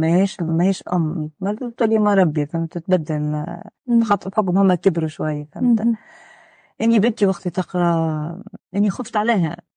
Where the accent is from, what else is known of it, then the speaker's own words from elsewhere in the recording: Tunisia; احنا مجتمع تونسي